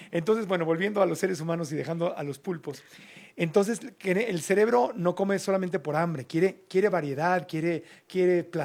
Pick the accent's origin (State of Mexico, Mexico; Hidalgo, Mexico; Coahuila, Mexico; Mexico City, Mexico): Mexico City, Mexico; born there; Yo en algún tiempo viví, cuando era niño, aquí en Ciudad de México, vivíamos en Coyoacán